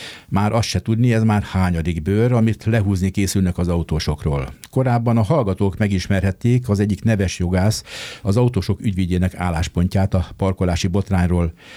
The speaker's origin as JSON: {"language": "Hungarian", "region": "Budapest", "country": "Hungary", "said": "Én budapestiként sem tudom, hogyha bemegyek a 8. kerületbe, hol kell fizetnem."}